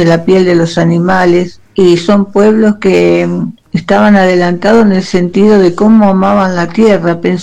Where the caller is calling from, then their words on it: El Talar, Buenos Aires Province, Argentina; de Talar.